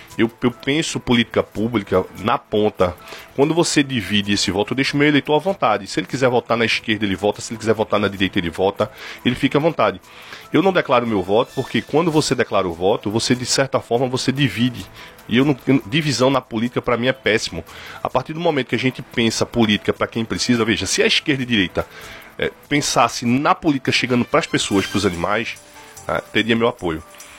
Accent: Caruaru, Pernambuco, Brazil; Eu não quero deixar a minha terra distante

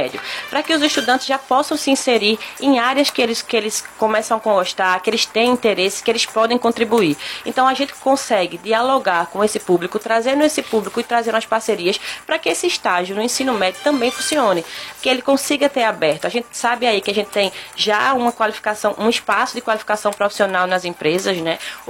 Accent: Caruaru, Pernambuco, Brazil; Caruaru, minha terrinha querida do coração

